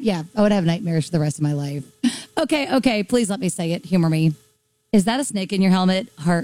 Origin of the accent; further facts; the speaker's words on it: the South, United States; See, I'm from the South.